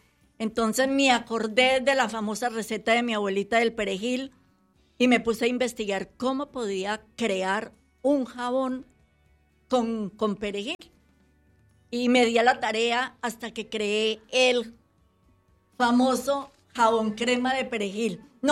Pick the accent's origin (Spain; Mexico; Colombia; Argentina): Colombia; soy colombiana.